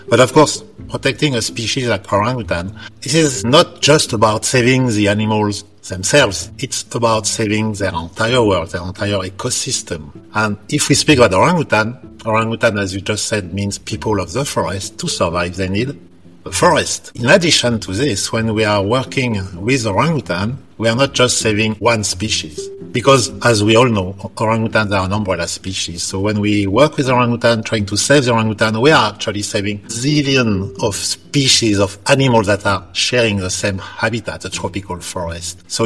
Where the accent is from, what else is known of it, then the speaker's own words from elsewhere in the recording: Paris, Île-de-France, France; English is a second language; now in Malaysia; I am originally from Paris in France. That's why earlier I said bonjour. Sure, I should have said selamat pagi. This is a way we say hi here in Malaysia.